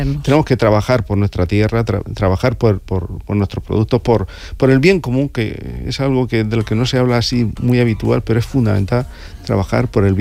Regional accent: Orihuela, Valencian Community, Spain; Yo soy de la Vega Baja, de Orihuela, y tengo una sana envidia cada vez que voy a Elche.

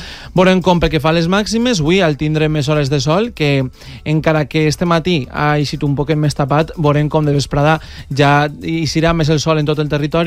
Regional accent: Valencian Community, Spain; al meu poble, al Racó d'Ademús

